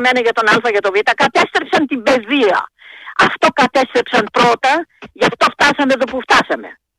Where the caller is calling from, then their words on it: Greece; έχουμε κοντή μνήμη οι Έλληνες.